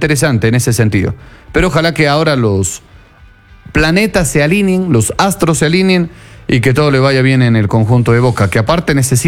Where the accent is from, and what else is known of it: Ecuador